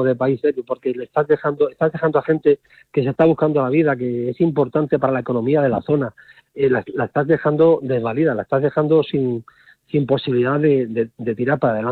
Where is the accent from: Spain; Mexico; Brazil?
Spain; ¿Es que no somos los españoles todos iguales ante la ley?